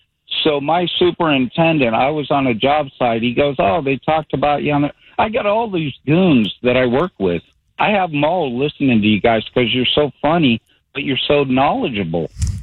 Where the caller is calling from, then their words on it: Citrus Park, Florida, United States; in Citrus Park.